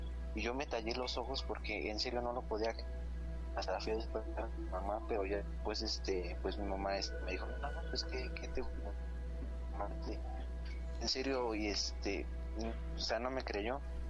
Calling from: Ecatepec de Morelos, State of Mexico, Mexico; vivo aquí en Ecatepec de Morelos, soy de Tepetlac

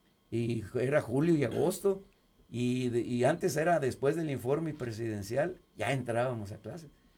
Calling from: Chetumal, Quintana Roo, Mexico; Sí, sí, vivo en la ciudad de Chetumal. En la capital del estado

